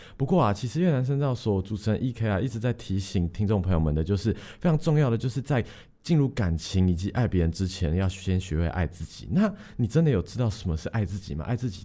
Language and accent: Chinese; Taiwan; 我们台湾人